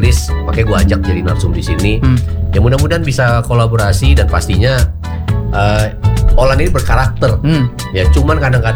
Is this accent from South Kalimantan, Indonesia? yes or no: no; West Sumatra, Indonesia; Dan terus terang kan gua orang Minang, lo orang Medan kan.